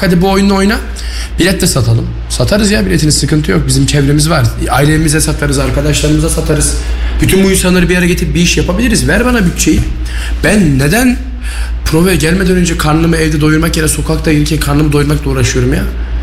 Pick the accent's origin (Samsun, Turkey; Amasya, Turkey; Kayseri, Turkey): Kayseri, Turkey; Yani ben Kayseri'nin evladıyım. Ben burada büyümüşüm. Ben bu okullarda büyümüşüm.